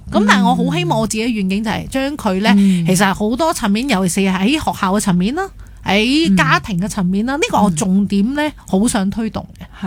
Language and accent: Cantonese; Hong Kong; 我哋香港人都可以做到內地嘅即係法院入面去幫手。